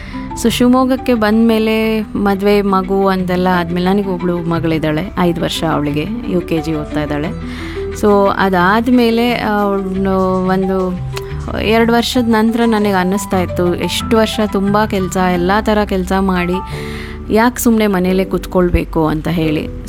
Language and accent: Kannada; Bhadravati, Karnataka, India; moved away as an adult; also born or lived in Chikkamagaluru / Bangalore; now in Shivamogga, India; ನಾನು ಹುಟ್ಟಿ ಬೆಳೆದಿದ್ದೆಲ್ಲ ಭದ್ರಾವತಿ. ನನ್ನ ಸ್ಕೂಲು ಕಾಲೇಜು ಎಲ್ಲ ಆಗಿದ್ದು ಭದ್ರಾವತಿಯಲ್ಲಿ.